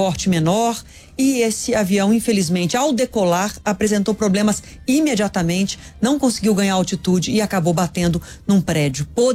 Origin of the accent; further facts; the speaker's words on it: Belo Horizonte, Minas Gerais, Brazil; uma notícia triste da minha terrinha, Belo Horizonte.